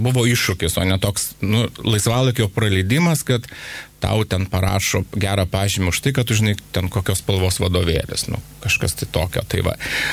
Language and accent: Lithuanian; Panevėžys, Panevėžys County, Lithuania; aš esu iš tokio nikaus Panevėžio, tokio miesto